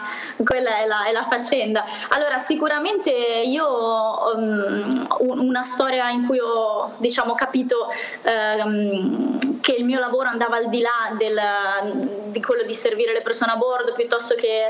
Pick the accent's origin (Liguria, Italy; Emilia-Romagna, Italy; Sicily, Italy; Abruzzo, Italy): Liguria, Italy; Ospedaletti; moved away as an adult; now in Dubai, United Arab Emirates; Poi ospedaletti è il mio paesino da sempre, quindi io lì ho le mie radici e lì mi sento sempre di tornare a casa, nonostante ormai casa sia stata in tanti posti differenti, e essendo che la mia famiglia abita lì